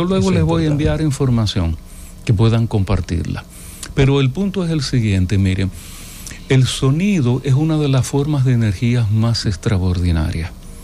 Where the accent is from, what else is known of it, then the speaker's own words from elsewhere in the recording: Nagua, María Trinidad Sánchez, Dominican Republic; also born or lived in San Francisco de Macorís; yo nací en San Francisco de Macorís, crecí en Nagua, y mi padre tenía finca.